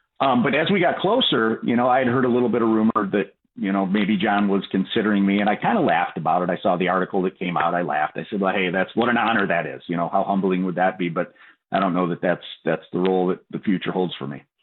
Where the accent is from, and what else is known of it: Michigan, United States